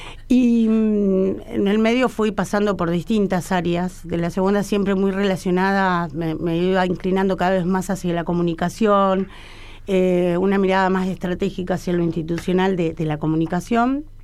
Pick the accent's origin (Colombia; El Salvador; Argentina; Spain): Argentina; Santa Fe; yo soy de Santa Fecina